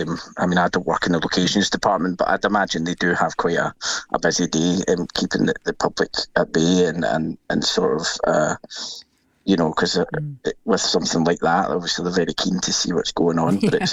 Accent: Glasgow, Scotland, United Kingdom; as someone who's born and bred in Glasgow, to be working in the city I was born and grew up

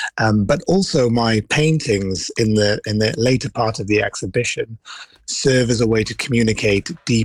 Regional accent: Wales, United Kingdom; growing up in South Wales, being born and raised in this country, and with heritage in Sri Lanka.

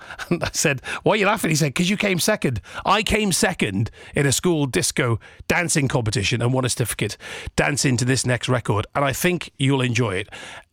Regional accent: Cardiff, Wales, United Kingdom; I never, ever say, I'm from Cardiff or Wales. I'll always say, I'm from the district of Ely. Big, big place in Cardiff, because that is very much who I am. Those streets define me as a person.

